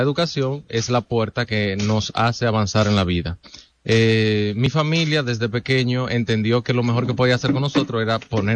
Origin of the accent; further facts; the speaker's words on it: Jarabacoa, La Vega, Dominican Republic; Yo nací en un campo, en Boma, Jarabacoa